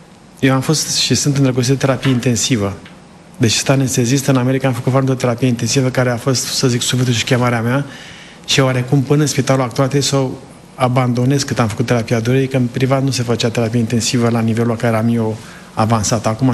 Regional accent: Sibiu County, Romania; now in United States; Sunt de lângă Sibiu. Am stat lângă Copșa Mică

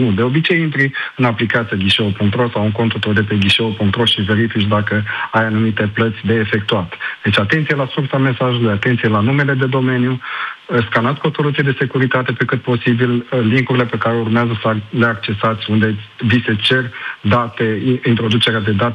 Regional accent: Romania; cum suntem și noi din România.

